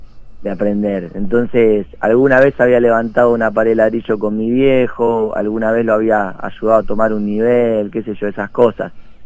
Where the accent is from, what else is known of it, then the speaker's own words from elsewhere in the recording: Lanús, Buenos Aires Province, Argentina; also born or lived in Mar de Cobo; now in La Plata, Argentina; Yo soy de Lanús